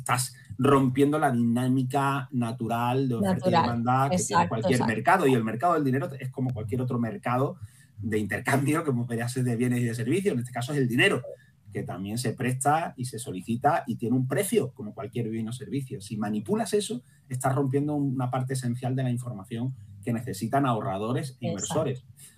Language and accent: Spanish; Andalusia, Spain; como buen andaluz yo suelo hablar mucho